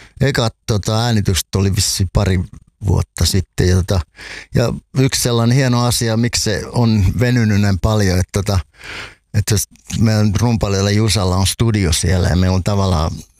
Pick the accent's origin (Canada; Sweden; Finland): Finland; Hamina, Kymenlaakso; asun tai synnyin ja asuin nuoruuteni ja lapsuuteni Haminassa, niin se satama oli erittäin tärkeä sen kaupungin identiteetille